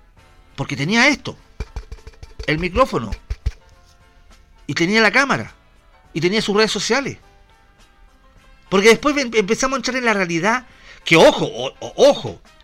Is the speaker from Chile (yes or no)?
yes; Chile; nos corresponde como chilenos